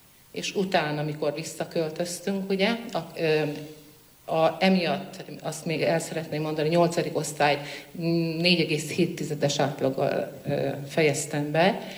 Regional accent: Békés, Hungary; born there; also born or lived in Heves County, Hungary; gyerekkoromban is éveket itt töltött, illetve éveket Hevesen töltöttünk, mert ott éltünk, de éveket itt Békésen töltöttünk. Másodikos volt, amikor ide költöztünk.

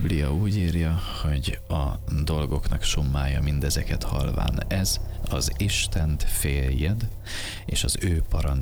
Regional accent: Hungary; Itt nek magyarok vagyunk, és direkt így írja a fordítás.

